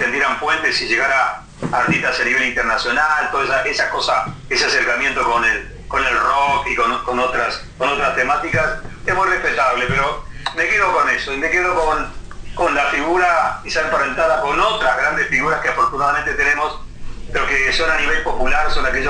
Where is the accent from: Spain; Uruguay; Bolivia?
Uruguay; De todos los 3 millones y pico de habitantes que somos en Uruguay